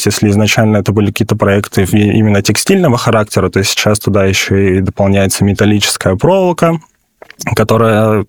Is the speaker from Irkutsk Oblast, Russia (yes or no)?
yes; Irkutsk Oblast, Russia; так как я из Иркутской области, это вокруг кочевые народы, и их дом — это как раз-таки ковры.